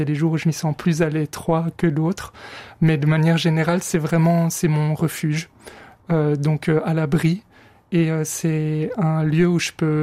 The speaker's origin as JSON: {"language": "French", "town": "Moutier", "region": "Bern", "country": "Switzerland", "tie": "born there", "said": "c'est effectivement la ville où je suis né"}